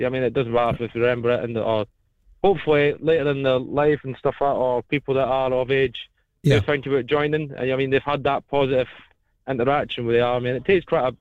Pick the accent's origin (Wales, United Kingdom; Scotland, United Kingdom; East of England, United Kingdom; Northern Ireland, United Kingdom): Northern Ireland, United Kingdom; born there; The good thing is I'm actually born from Northern Ireland, so there you go.